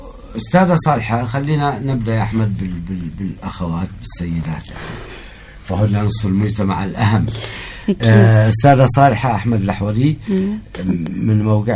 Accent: Hadhramaut, Yemen; صار عندنا في حضرموت كثير من المتسربين من الدراسة

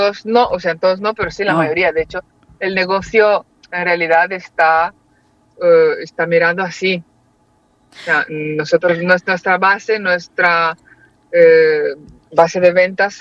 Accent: Moldova; now in Barcelona, Spain; lo vi en una tienda en Moldavia, de donde soy yo, hace como 10 años

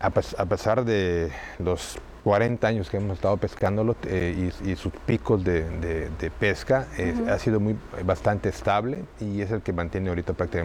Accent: Mexico

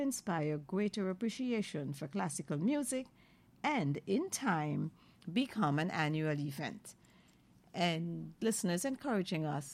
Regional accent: Linden, Upper Demerara-Berbice, Guyana; I grew up in Linden

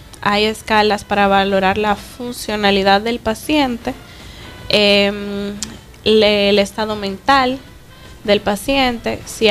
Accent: Puerto Plata, Dominican Republic; cuando yo terminé la carrera de medicina, que vine aquí a mi pueblo a hacer la pasantía de ley

